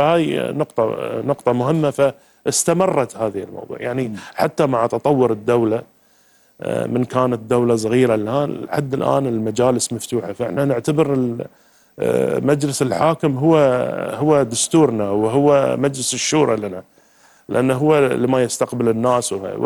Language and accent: Arabic; Qatar; احنا كقطريين